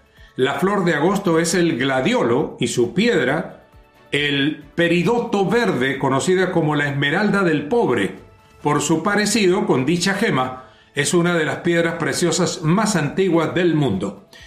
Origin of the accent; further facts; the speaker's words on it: San Felipe, Valparaíso, Chile; es mi pueblo natal, ¿no? San Felipe, ahí estuvimos la semana pasada.